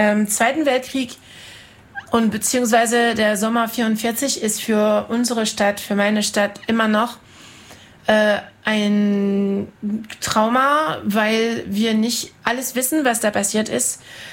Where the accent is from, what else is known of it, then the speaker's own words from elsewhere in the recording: Cherbourg, Normandy, France; Interessanterweise meine Oma, meine französische Oma hat damals in Cherbourg gelebt. Wir sind aus Cherbourg und die Nazis haben die Population aus Cherbourg nach Caen gebracht